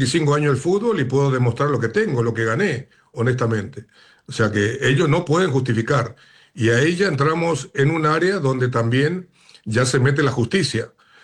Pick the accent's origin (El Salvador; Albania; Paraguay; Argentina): Paraguay; pasa acá en mi país. O sea, que en Paraguay